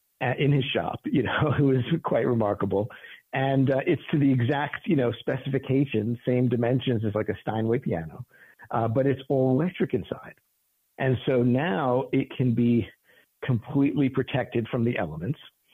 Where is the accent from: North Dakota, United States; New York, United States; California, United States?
New York, United States; New York City; as much as I love bringing it to my hometown, just like you, of New York City